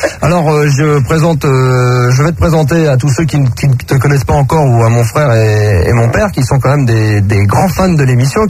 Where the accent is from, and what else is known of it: Versailles, Île-de-France, France; born there